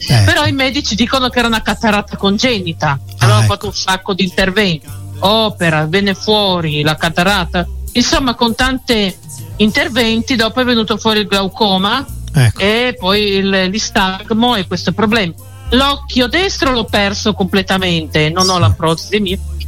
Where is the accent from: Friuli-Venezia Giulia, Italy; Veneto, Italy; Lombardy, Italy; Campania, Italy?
Friuli-Venezia Giulia, Italy; Pordenone; perché sono originario di Pordenone